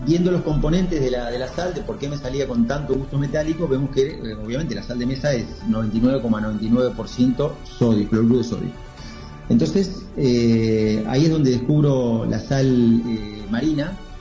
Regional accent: San Pedro, Argentina; Y bueno, y nada, soy de San Pedro, como bien dijiste

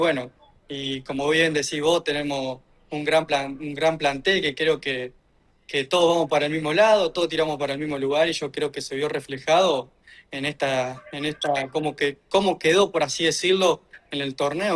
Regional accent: San Justo, Santa Fe, Argentina; moved away as an adult; now in San Guillermo, Argentina; Yo soy de San Justo, Santa Fe.

